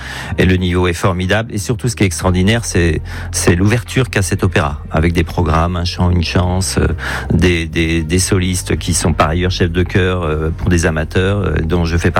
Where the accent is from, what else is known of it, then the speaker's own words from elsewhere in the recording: Brittany, France; born there; now in Limoges, France; je retourne dans ma Bretagne natale.